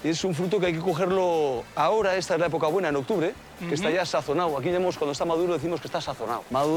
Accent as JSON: {"language": "Spanish", "town": "Isaba", "region": "Navarre", "country": "Spain", "tie": "born or raised there", "said": "es que he nacido en el Valle del Roncal. Yo soy de aquí, de este pueblecito de aquí de Isaba. Es uno de los 7 pueblos del valle. Siempre he vivido aquí"}